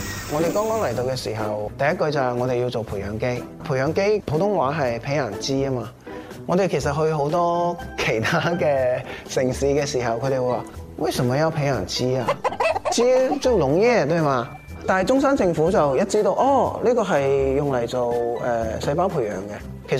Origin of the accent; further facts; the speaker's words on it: Hong Kong; moved away as an adult; now in Zhongshan, China; 我来自香港，